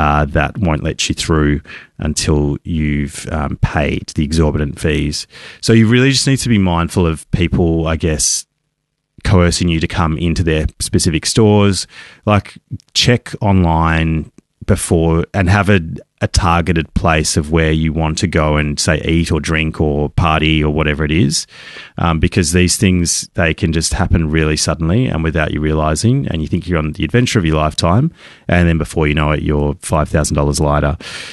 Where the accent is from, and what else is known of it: Australia